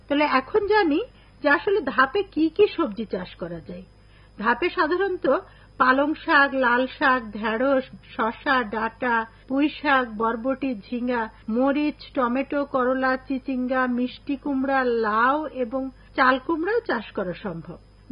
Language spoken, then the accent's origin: Bangla; Bangladesh